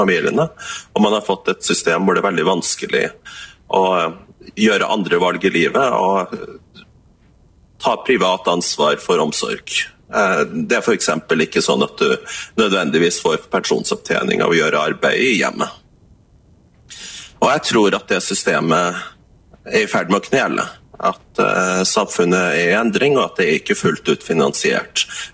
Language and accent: Norwegian; Trøndelag, Norway; now in Finnmark, Norway; Jeg vokste opp i Trøndelag